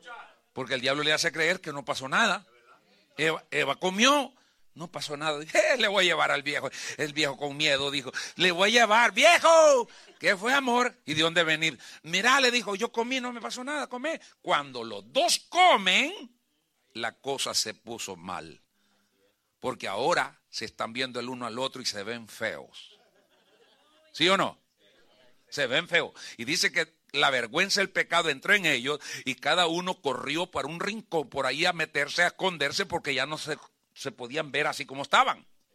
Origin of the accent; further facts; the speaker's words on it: El Salvador; accent: Salvadoran; digo yo en salvadoreño